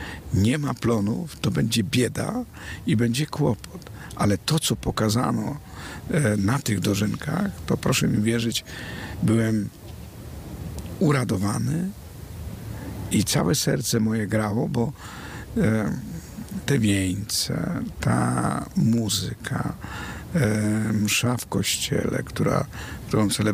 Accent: Karpacz, Lower Silesian Voivodeship, Poland; A ja sam pochodzę z takiej miejscowości jak Karpacz, gdzie kiedyś to była wioska, nie miasto

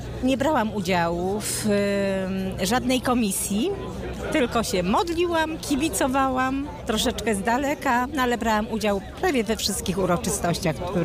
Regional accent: Oleśnica, Lower Silesian Voivodeship, Poland; also born or lived in Wrocław; now in Borowa, Poland; Pochodzę z Oleśnicy, mieszkałam we Wrocławiu. A na stałe teraz już znalazłam swoje miejsce z rodziną właśnie w takiej małej miejscowości Borowa. Borowa Oleśnicka

